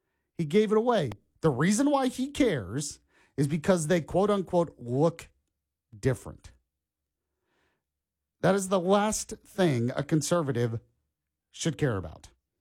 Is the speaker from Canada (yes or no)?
no; Orlando, Florida, United States; Born and raised close to where I grew up in Orlando, Florida.